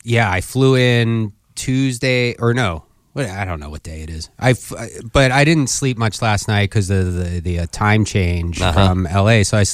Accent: Philadelphia, Pennsylvania, United States; I grew up in Philadelphia.

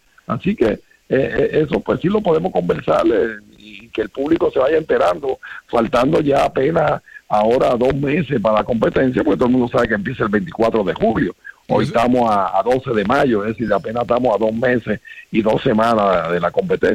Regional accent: Puerto Rico

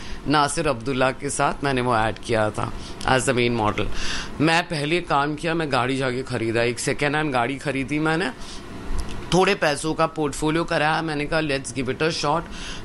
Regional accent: Kolkata, West Bengal, India; मेरा जन्म कलकत्ता में हुआ था, मैंने वहाँ पे स्कूलिंग कंप्लीट की थी। उसके बाद हम लोग बॉम्बे आ गए थे

